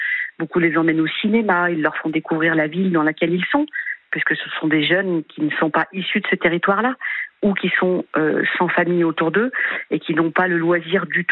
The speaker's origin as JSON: {"language": "French", "town": "Lyon", "region": "Auvergne-Rhône-Alpes", "country": "France", "said": "Je suis une pure lyonnaise."}